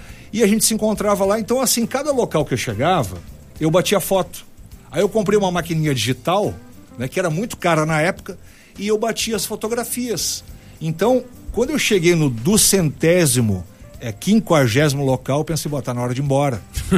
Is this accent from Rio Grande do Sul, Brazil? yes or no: yes; Santa Cruz do Sul, Rio Grande do Sul, Brazil; Eu sou de Santa Cruz do Sul.